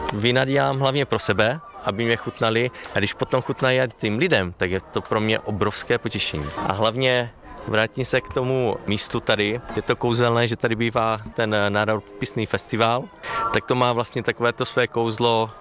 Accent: Dubňany, South Moravian Region, Czechia; Já jsem z Dubňan

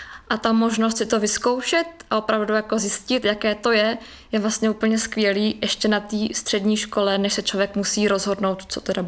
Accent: Vyšší Brod, South Bohemian Region, Czechia; now in Linz, Austria; Z Vyššího Brodu.

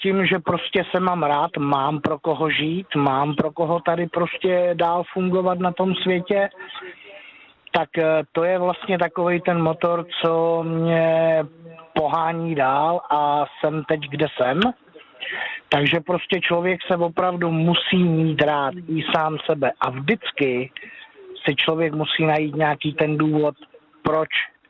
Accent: Teplice, Ústí nad Labem Region, Czechia; já zrovna momentálně se vracím z Prahy domů, já jsem z Teplic a říkám náhodně, zkusím vytočit to číslo

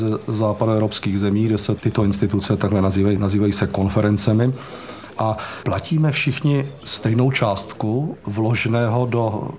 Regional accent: Teplice, Ústí nad Labem Region, Czechia; born there; moved away as an adult; now in Prague, Czechia; Já jsem se narodil v Teplicích, v Praze jsem od roku 66, kdy jsem přišel na studia a už jsem se Prahy od té doby nikam neodstěhoval.

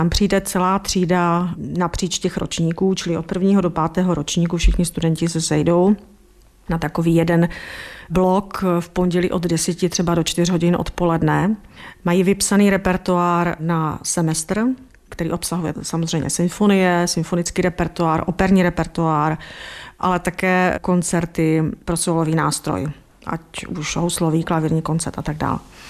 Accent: Brno, South Moravian Region, Czechia; Takže já, když jsem tam nastoupila, že jsem z Brna

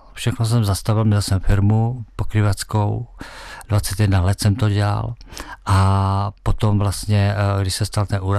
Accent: Mladá Boleslav, Central Bohemian Region, Czechia; moved away as an adult; also born or lived in Třebíč / Moravské Budějovice / Šluknov; now in Český Dub, Czech Republic; já jsem se narodil v Třebíči, bydlel jsem v Moravské Budějovici do 6 let, pak jsme se s rodinou přestěhovali do Mladé Boleslavy, tam jsem vyrůstal, založil jsem si rodinu

